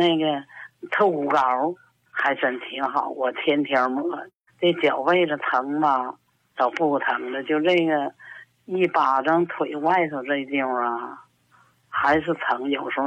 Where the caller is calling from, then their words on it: Shenyang, Liaoning, China; 我是沈阳的听众，